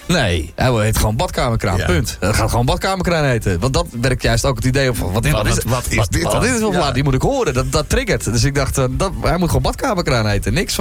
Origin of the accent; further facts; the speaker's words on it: Grotebroek, North Holland, Netherlands; stond vorig jaar in Grotebroek. Nou, daar heb ik op school gezeten. Dus dat is echt mijn omgeving waar ik opgegroeid ben.